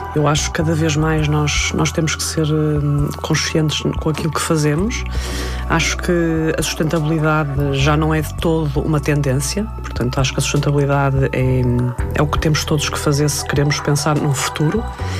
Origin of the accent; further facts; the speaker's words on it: Porto, Portugal; Sim, nós somos do Porto, quer eu, quer o Filipe, somos os dois do Porto, mas eu sou neta de uma alentejana.